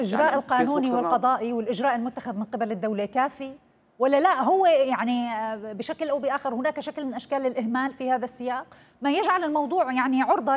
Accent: Syria; كنساء سوريات

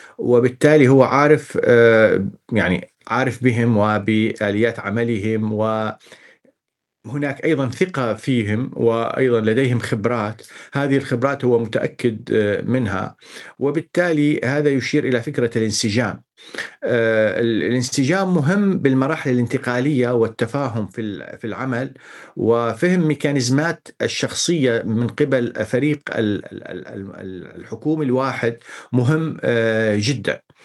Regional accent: Syria; نحن كسوريين

